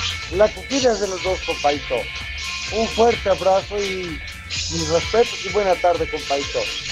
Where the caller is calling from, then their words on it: San Andrés, Aguascalientes, Mexico; un fuerte abrazo desde San Andrés, Aguascalientes.